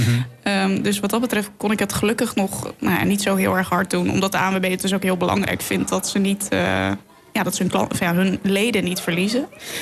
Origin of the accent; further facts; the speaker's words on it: Drenthe, Netherlands; moved away as an adult; also born or lived in Amsterdam; now in Lelystad, Netherlands; Ik ben inderdaad opgegroeid in Drenthe. Toen ben ik gaan studeren in Amsterdam.